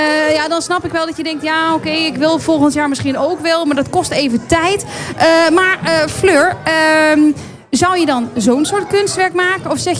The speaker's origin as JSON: {"language": "Dutch", "region": "North Brabant", "country": "Netherlands", "said": "ik kom zelf uit Brabant. Het was voor mij best wel een stukje rijden."}